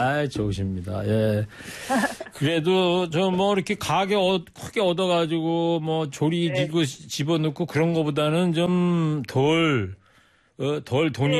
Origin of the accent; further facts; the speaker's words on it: Anseong, Gyeonggi Province, South Korea; 저 같은 경우에 이제 경기도 안성에 어렸을 때 거기서 자랐으니까, 시골이니까